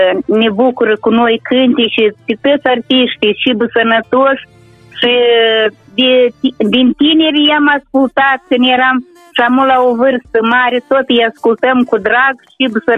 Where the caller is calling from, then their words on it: Elizaveta, Bălți, Moldova; Suntem de la Elizaveta Bălț.